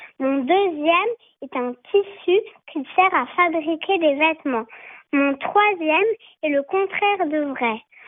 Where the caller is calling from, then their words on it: Saint-Denis, France; j'ai 7 ans et j'habite à Saint-Denis.